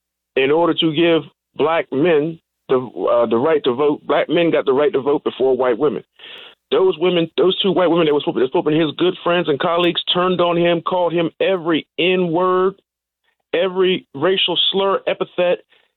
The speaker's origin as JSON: {"language": "English", "region": "Maryland", "country": "United States", "tie": "born or raised there", "said": "he was going to make his return to his hometown, my hometown in Eastern Maryland"}